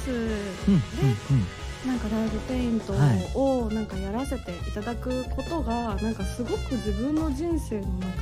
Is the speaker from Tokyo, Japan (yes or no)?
no; Osaka, Japan; born or raised there